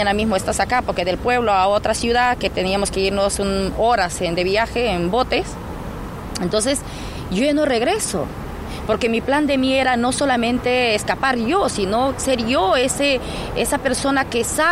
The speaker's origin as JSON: {"language": "Spanish", "town": "Tamshiyacu", "region": "Loreto", "country": "Peru", "tie": "born or raised there", "moved": "yes", "said": "Yo soy en sí de la selva, del oriente. Vengo de un pueblito llamado Tamixiaco. Entonces, yo nací ahí."}